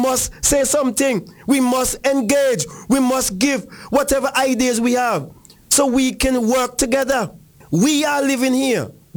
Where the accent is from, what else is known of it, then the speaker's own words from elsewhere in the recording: Antigua & Barbuda; We as people of Antigua and Barbuda